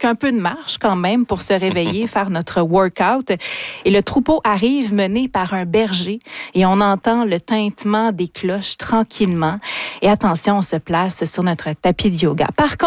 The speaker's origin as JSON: {"language": "French", "region": "Quebec", "country": "Canada", "said": "On a des alpagas chez nous en Abitibi-Témiscamingue"}